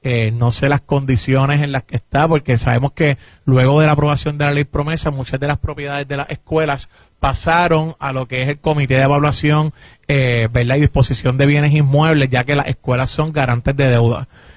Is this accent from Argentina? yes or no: no; Villa Palmeras, Puerto Rico; Yo, de Villa Palmeras, Puerto Rico.